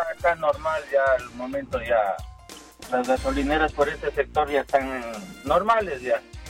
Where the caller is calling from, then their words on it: Quito, Pichincha, Ecuador; De acá, del sur de Quito.